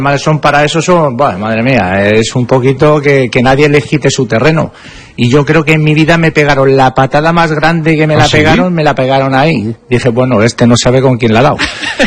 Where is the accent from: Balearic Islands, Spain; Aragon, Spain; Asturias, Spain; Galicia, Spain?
Galicia, Spain; A Coruña; yo vengo de Coruña y el sol no lo he visto ni en pintura